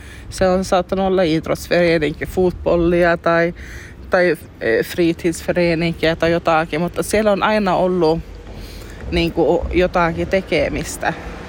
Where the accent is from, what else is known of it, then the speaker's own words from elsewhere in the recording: Aareavaara, Norrbotten County, Sweden; Mihin olen kasvanut ylös Aareavaarassa, siellä on aina ollut paljon niin kuin föreeninkiä, paljon aktiviteettia lapsille.